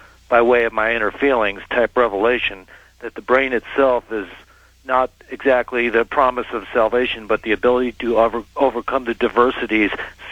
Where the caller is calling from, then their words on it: Las Vegas, Nevada, United States; by the way, I'm calling from Las Vegas.